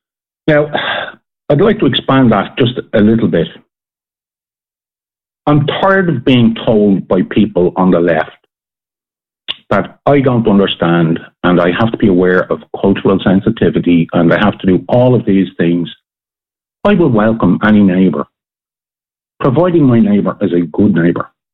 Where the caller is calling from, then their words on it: Ireland; because I'm Irish